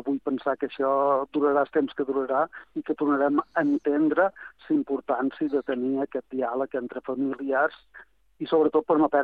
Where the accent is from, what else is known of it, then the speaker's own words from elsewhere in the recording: Sant Carles de Peralta, Balearic Islands, Spain; el meu poble, Sant Carlos